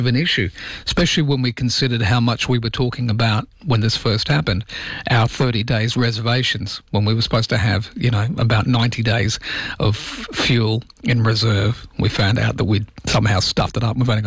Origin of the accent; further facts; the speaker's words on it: Inglewood, Western Australia, Australia; I went to this house that I grew up in Inglewood in 9th Avenue, top of the hill, and it was next to the hall.